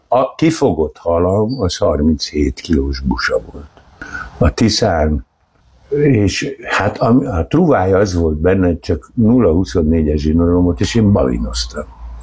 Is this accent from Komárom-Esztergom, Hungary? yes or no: yes; Tatabánya, Komárom-Esztergom, Hungary; born there; Igen, ott születtem. De valójában nem tatabányaiak vagyunk